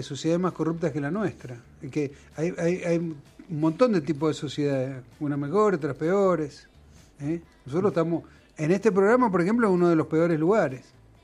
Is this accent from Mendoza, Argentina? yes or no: yes; Tupungato, Mendoza, Argentina; also born or lived in Buenos Aires; yo no nací en el Peral. Curiosamente y azarosamente, yo nací en Buenos Aires. Mi viejo en ese momento estaba en Buenos Aires con mi abuelo, por la bodega Tupungato, justamente, mira vos, la bodega Tupungato. Pero pasamos, sí, la mitad de la vida la pasamos en Tupungato, en el Peral, arriba